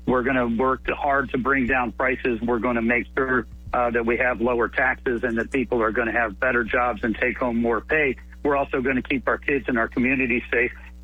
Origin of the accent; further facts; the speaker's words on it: Blowing Rock, North Carolina, United States; I was a senior at Watauga High School up in Watauga County, growing up in Blowing Rock.